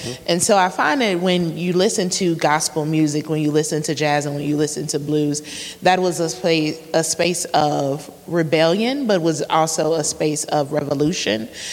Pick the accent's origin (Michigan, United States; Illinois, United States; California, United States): Illinois, United States; Chicago; growing up in Chicago